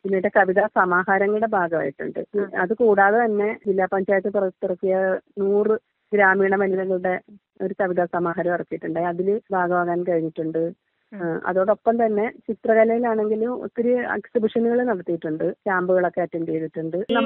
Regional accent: Karunagappally, Kerala, India; now in Mulavukad, India; എന്റെ നാട് ശരിക്കും കരുനാഗപ്പള്ളിയാണ്. അപ്പൊ അവിടുന്ന് ഒത്തിരി വ്യത്യാസമാണ് ഇവിടെ വന്നപ്പം

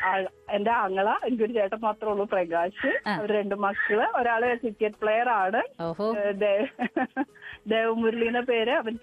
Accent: Aluva, Kerala, India; moved away as an adult; now in Chalakudy, India; എന്റെ ഞാൻ ജനിച്ചു വളർന്ന എന്റെ വീട് ആലുവയിലാണ്, രാജഗിരി ഹോസ്പിറ്റലിന്റെ അടുത്ത്.

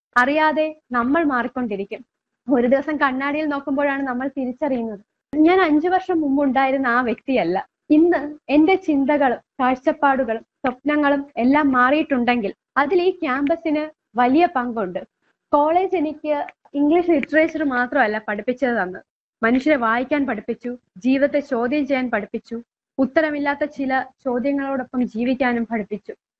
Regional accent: Varkala, Kerala, India; ഞാൻ വർക്കല സ്വദേശിനിയാണ്.

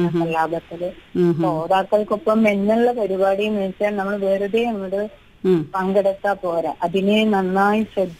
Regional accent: Kannur, Kerala, India; moved away as an adult; now in Kadavallur, India; എന്റെ നാട് കണ്ണൂരാണ്.

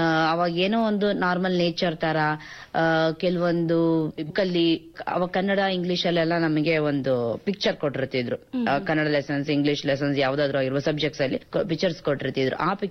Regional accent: Hiriyur, Karnataka, India; now in Bangalore, India; ನಾನು ಹಿರಿಯೂರವಳು, ಹಿರಿಯೂರು ತಾಲೂಕು, ಚಿತ್ರದುರ್ಗ ಡಿಸ್ಟ್ರಿಕ್ಟ್. ನಾನು civil engineer work ಮಾಡ್ತಾ ಇದ್ದೀನಿ ಒಂದು MNC ಕಂಪನಿಲಿ, ಬ್ಯಾಂಗ್ಳೂರಲ್ಲಿ.

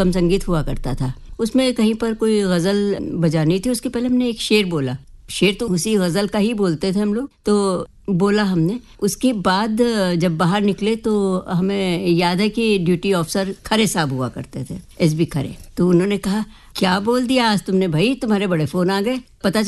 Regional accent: Lucknow, Uttar Pradesh, India; born there; हम लखनऊ में पैदा हुए और लखनऊ में ही

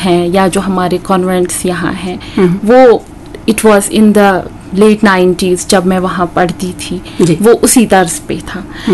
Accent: Yaripura, Jammu and Kashmir, India; कुलगाम है, वहाँ से ताल्लुक़ रखती हूँ। वहाँ का एक छोटा सा कस्बा है यारीपुरा, जहाँ मैं पैदा हुई हूँ, पली बड़ी हूँ, और वहाँ से ही उसी कस्बे से मैंने तालीम भी हासिल की है।

